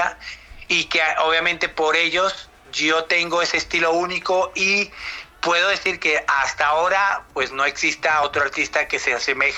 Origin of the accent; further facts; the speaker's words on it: Venezuela; born there; moved away; also born or lived in Mexico; nací en Venezuela, soy venezolano de nacimiento, pues vamos, mi tierra es y será siempre mi tierra.